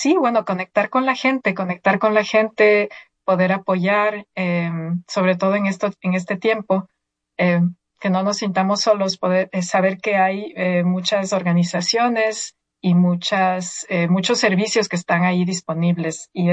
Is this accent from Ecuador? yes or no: yes; Ecuador; moved away as an adult; now in United States